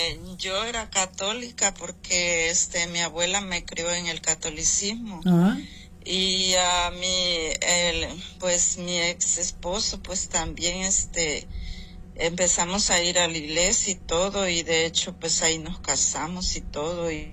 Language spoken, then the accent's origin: Spanish; El Salvador; born there; Yo, en El Salvador.